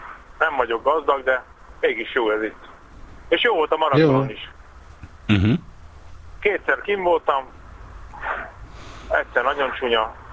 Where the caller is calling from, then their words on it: Hungary; Tehát én szegényként rohadt jól érzem magam itt Magyarországon